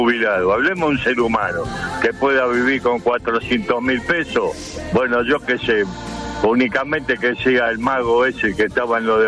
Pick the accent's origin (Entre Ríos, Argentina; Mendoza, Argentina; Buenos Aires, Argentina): Buenos Aires, Argentina; born there